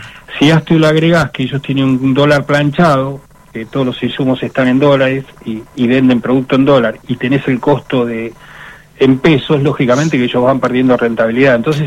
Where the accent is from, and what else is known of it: Chubut, Argentina